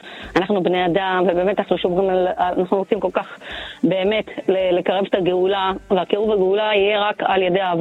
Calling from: Haifa, Haifa District, Israel; אנחנו בעיקרון מהעיר חיפה

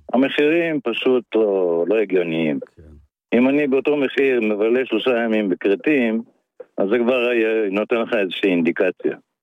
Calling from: Sharon plain, Israel; אני מהשרון

